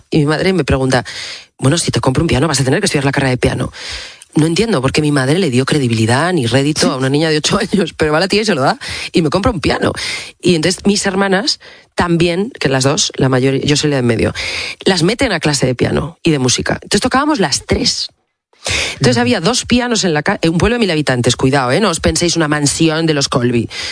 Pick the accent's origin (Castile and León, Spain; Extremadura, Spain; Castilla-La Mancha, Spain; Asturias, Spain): Asturias, Spain; Salas; Mi pueblo mola un montón, pero hace 40 años era una cosa, a ver, muy chiquitilla. O sea, yo a los chavales se lo cuento o en las entrevistas lo hablo. Asturias, hace 40 años, bueno, España, pero Asturias es que, hijo, ya teníamos el Huerna, no teníamos autovía.